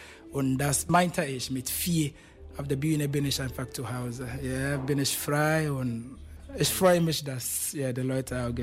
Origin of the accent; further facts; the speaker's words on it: Ghana; ich komme aus der Straße, Reggae, Afro, Weiss, ja, direkt aus Ghana.